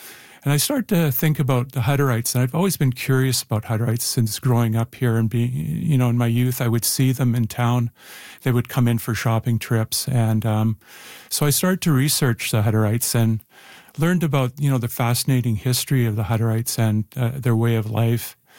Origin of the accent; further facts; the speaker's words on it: Winnipeg, Manitoba, Canada; I grew up in River Heights.